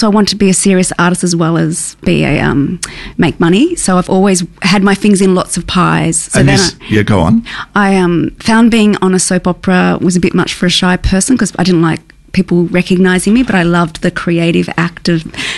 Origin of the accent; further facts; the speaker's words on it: Sydney, New South Wales, Australia; now in Melbourne, Australia; I'm from Sydney.